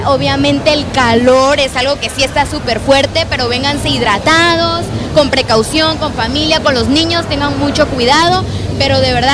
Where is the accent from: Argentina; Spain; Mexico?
Mexico; Tabasco; cómo somos los tabasqueños, esta ricura, esta frescura